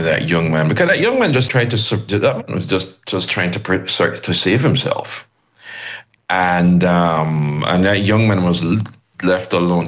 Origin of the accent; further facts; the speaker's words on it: Jamaica; I think it would have been very easy for me to simply assume, well, I'm a Jamaican, I don't need to check anything.